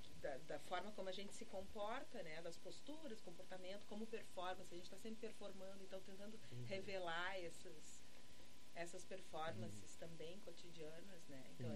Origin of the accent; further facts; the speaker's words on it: Ijuí, Rio Grande do Sul, Brazil; Eu sou de Ijuí.